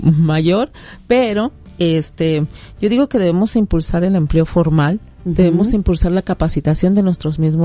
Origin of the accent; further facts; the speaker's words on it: Sinaloa, Mexico; siempre estoy orgullosa de decir, yo soy de Sinaloa.